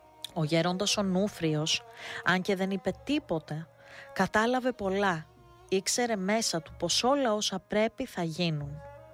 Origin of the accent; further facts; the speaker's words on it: Istanbul, Turkey; Ορφάνεψα από μικρός Κι έτσι με ανέλαβε ο θείος μου, ο καθηγητής, και μεγάλωσα στην Κωνσταντινούπολη.